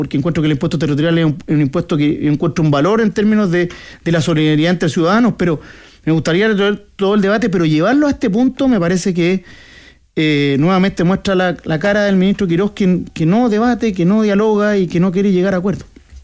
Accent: Chile; siendo los mismos chilenos que reciben, o sea, chilenos que suponemos que tienen los mismos derechos que otros

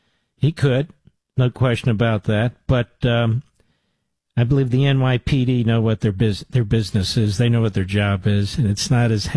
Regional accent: Philadelphia, Pennsylvania, United States; born there; I was born in Pennsylvania. Remember that?

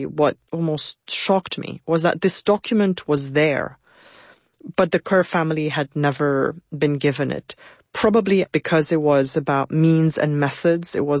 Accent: Beirut, Beirut Governorate, Lebanon; I was born in Beirut. I lived on the front lines of that civil war. I still live in Beirut

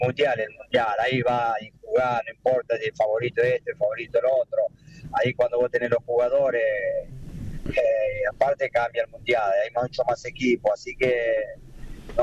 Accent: Argentina; Así que nosotros como argentino y uno de los mejores equipos del mundo y de Sudamérica, ahí adelante tenemos jugadores muy buenos.

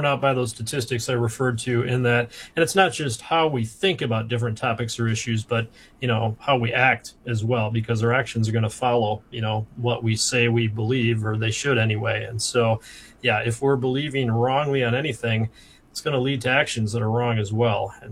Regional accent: Wisconsin, United States; so I grew up in Wisconsin, and we called it forensics. I don't know what they call it in Texas, but that was speech, was forensics.

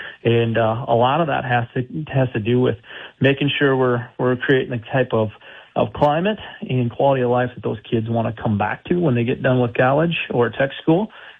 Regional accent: Arlington, United States; You know, I grew up in Arlington in a real blue-collar family. Neither one of my parents graduated from college.

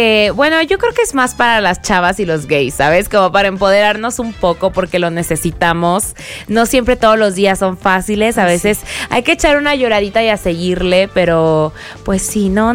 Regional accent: Veracruz, Mexico; a pesar que soy de Veracruz

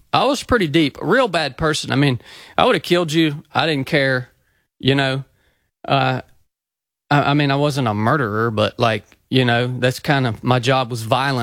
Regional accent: the South, United States; So I grew up obviously in the South

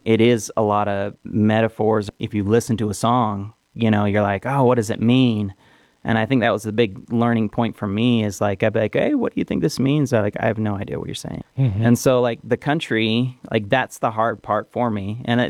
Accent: Kamas, Utah, United States; also born or lived in Kearns; Yeah, I grew up in Camas.

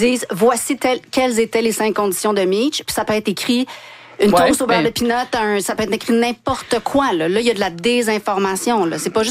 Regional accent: Quebec, Canada; On a vu des journaux chez nous, au Québec

